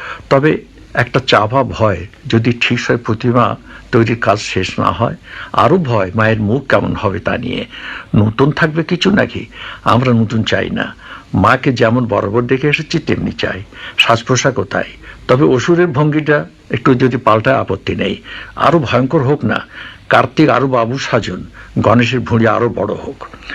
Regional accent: Bangladesh; আমার ছোটবেলা কেটেছে সাধারণ এক গ্রামে, সে গ্রাম এখন বাংলাদেশের অন্তর্ভুক্ত। ছোট্ট এক নদীর ধারে সে গ্রাম, আয়তনে ছোট বলে গ্রামের সকল লোকের মধ্যে খুব মেলামেশা ছিল

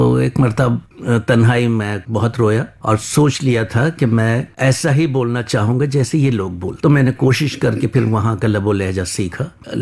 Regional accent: Jalgaon, Maharashtra, India; also born or lived in Dhaban / Aligarh; رہنے والا مہاراشٹر کا ہوں, جلگاؤں میں میری ابتدائی تعلیم ہوئی, پیدائش میری ایک بہت چھوٹا سا قصبہ ڈھابن گاؤں جو ضلع بلڈانہ میں ہے

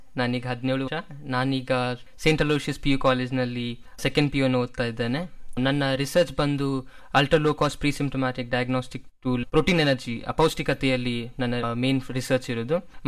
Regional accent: Srirangapatna, Karnataka, India; also born or lived in Mangaluru; Resource ಕಾರಣಕ್ಕಾಗಿ ನನ್ನ ಶ್ರೀರಂಗಪಟ್ಟಣದಿಂದ ನಾನು ಮಂಗಳೂರಿಗೆ ಹೋಗಬೇಕಾಯಿತು.

